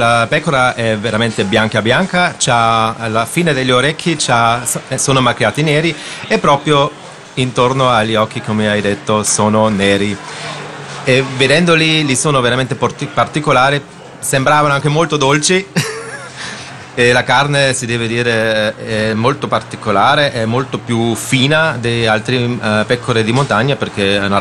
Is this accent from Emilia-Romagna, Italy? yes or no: no; Trentino-Alto Adige, Italy; Vengo dalla Valli Funes e sono molto felice di essere qui da voi.